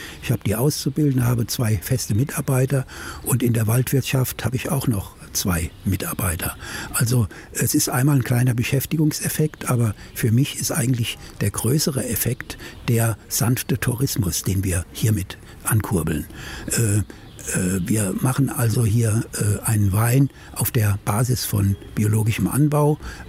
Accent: Bacharach, Rhineland-Palatinate, Germany; Ich komme gebürtig aus Bacharach am Rhein. Mein Vater hatte ein Weingut und ich bin praktisch bis zum Abitur mit in den Weinberg gegangen

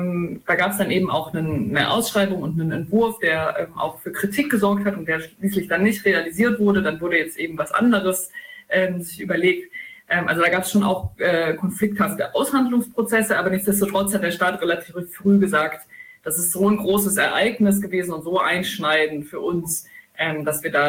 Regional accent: Jena, Thuringia, Germany; Wir haben es ja am Anfang gesagt, wir kommen aus Jena, und das ist vielleicht schon auch noch ein wichtiger Bezugpunkt.

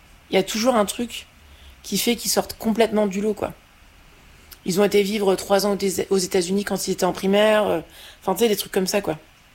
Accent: Normandy, France; je viens de Normandie.

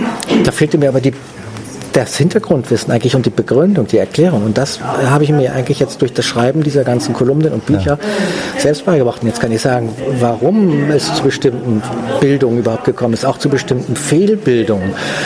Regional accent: Schleswig-Holstein, Germany; Ich habe ein Haus mit Blick auf die Ostsee und also in meiner Heimat Ostholstein, da bin ich aufgewachsen.

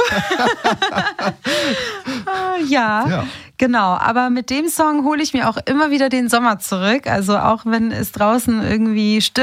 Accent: Italy; Also ich bin auf jeden Fall ein Winterkind, als Italienerin untypisch.

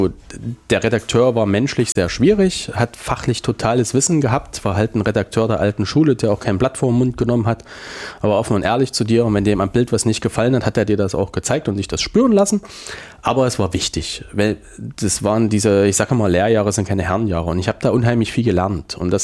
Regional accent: Weimar, Thuringia, Germany; Ich bin gebürtiger Weimarer

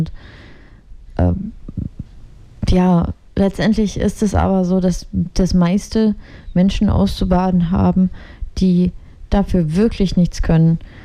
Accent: Ukraine; moved away; denn ich bin aus der Ukraine

